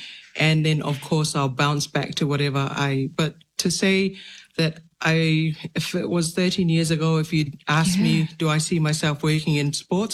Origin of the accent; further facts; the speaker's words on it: Nuku'alofa, Tongatapu, Tonga; living and growing up in Nukualofa, the main cities, and going out to the outer islands and the rural areas.